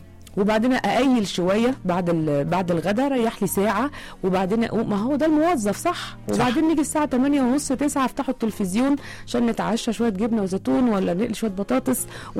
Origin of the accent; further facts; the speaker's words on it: Egypt; احنا كمصريين